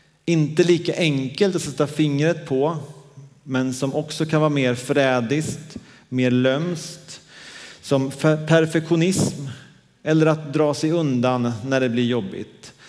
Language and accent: Swedish; Dalarna County, Sweden; Vi var hemma i Dalarna i veckan och jag fick hänga med min brors och min systers barn som är 4 och 3.